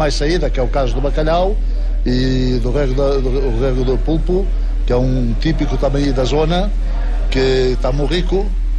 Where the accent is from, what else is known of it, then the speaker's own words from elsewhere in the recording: Portugal; Spanish is a second language; now in Spain; yo como soy portugués